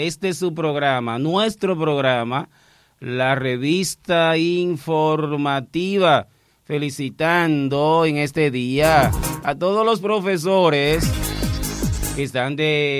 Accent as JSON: {"language": "Spanish", "town": "Sabana Grande de Boyá", "region": "Monte Plata", "country": "Dominican Republic", "tie": "born or raised there", "said": "de Sabana Grande de Boyá, de donde yo soy oriundo"}